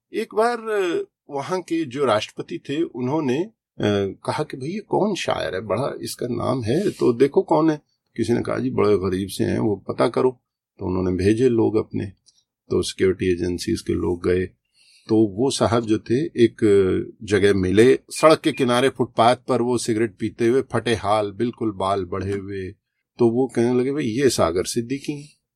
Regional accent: Ambala, Haryana, India; تو ہمیں امبالہ کے لوگوں کو اس پر بھی فخر ہونا چاہیے

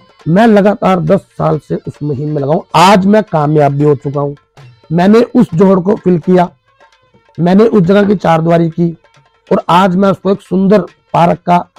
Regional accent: Haryana, India; मेरे गांव से अगला गांव अकबरपुर है, उससे नेक्स्ट संभालका है, फिर धुराड़ा है, चुडियाली है, चुडियाला है, और ये मेन रोड से जाकर दिल्ली हाईवे को टच करता है।

